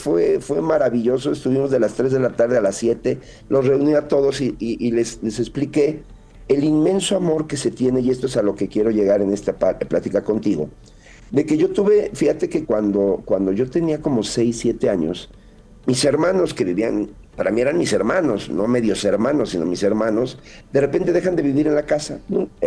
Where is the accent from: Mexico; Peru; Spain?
Mexico; Le digo, no, soy de México.